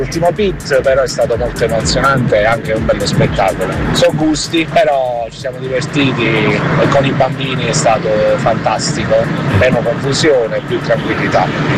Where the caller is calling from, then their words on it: Salerno, Campania, Italy; da Salerno.